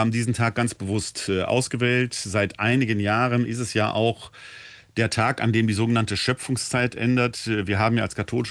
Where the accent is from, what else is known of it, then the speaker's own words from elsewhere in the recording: Essen, North Rhine-Westphalia, Germany; weil ich in meiner Jugendzeit in meiner Heimatgemeinde in Essen-Altendorf an einer religiösen Jugendfreizeit teilgenommen habe